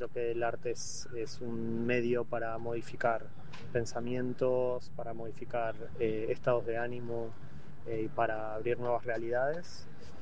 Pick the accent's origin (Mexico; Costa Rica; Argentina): Argentina; hace, bueno, más de 10 años estudiando diseño de vestuario en Buenos Aires. Yo soy de Argentina.